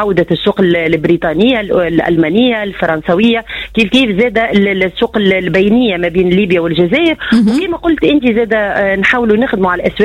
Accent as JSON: {"language": "Arabic", "country": "Tunisia"}